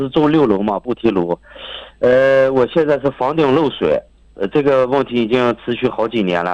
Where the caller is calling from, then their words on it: Baotou, Inner Mongolia, China; 我是来自包头的，包头这个万全家乐的住户。